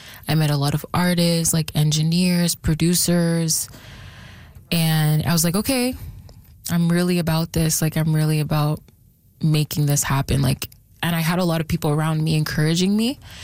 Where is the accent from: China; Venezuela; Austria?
Venezuela; now in Calgary, Canada; I grew up in Venezuela for a bit, like, before I came to Calgary.